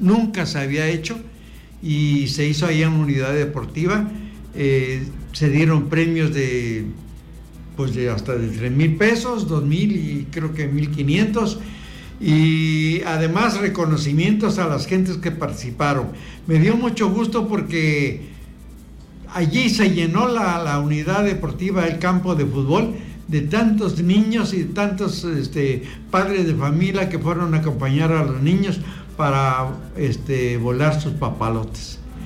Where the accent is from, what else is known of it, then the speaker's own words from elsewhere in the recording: Mexico; Nosotros como mexicanos